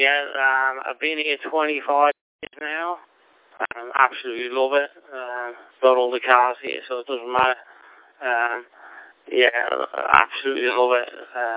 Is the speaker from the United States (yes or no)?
no; Liverpool, North West England, United Kingdom; moved away as an adult; I'm from Liverpool originally